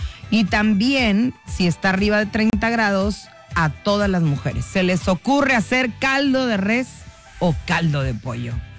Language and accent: Spanish; Mexico; creo que fallé como mexicana